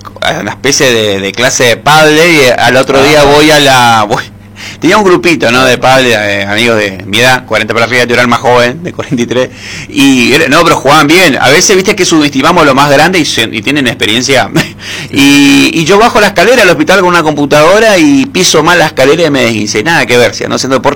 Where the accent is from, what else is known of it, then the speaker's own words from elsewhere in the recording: Posadas, Misiones, Argentina; moved away; yo soy de Posadas